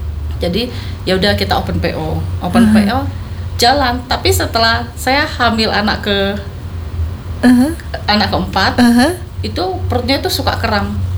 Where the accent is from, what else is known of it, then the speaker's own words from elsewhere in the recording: Bangka Belitung Islands, Indonesia; moved away; memang saya kan asli dari Bangka. Kita kalau dari Sumatera gitu kan